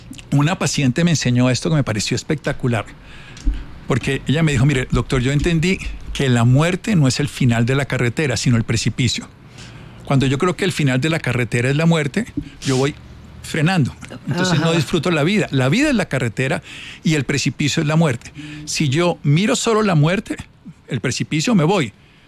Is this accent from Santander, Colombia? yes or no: no; Armero, Tolima, Colombia; Yo soy de Armero, Tolima.